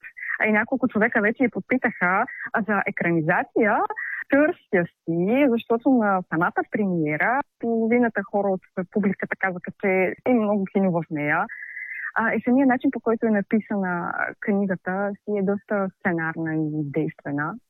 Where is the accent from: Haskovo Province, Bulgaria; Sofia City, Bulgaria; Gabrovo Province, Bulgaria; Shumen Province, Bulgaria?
Haskovo Province, Bulgaria; Haskovo; защото аз съм родом от Хасково. И ми беше много сантиментално да представя моя книга точно тук.